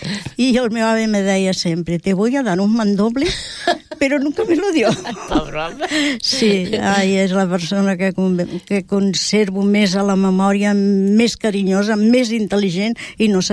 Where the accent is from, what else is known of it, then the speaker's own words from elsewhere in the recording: Andalusia, Spain; born there; Jo vaig néixer a la província d'Almeria, en un poble mm-hmm, que es diu Oleila, que és molt maco.